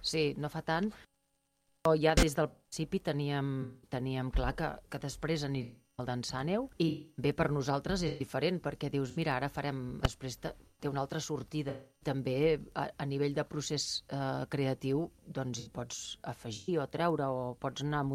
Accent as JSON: {"language": "Catalan", "town": "Barcelona", "region": "Catalonia", "country": "Spain", "also_born_or_lived": "Molins de Rei", "moved": "yes", "lives_now": "La Garriga, Spain", "said": "Jo sóc de Barcelona i després he viscut molts anys a Molins de Rei, que la família de la meva mare són d'allà. Per tant, sóc una mica de poble i una mica de ciutat, i ara visc a la Garriga per circumstàncies personals."}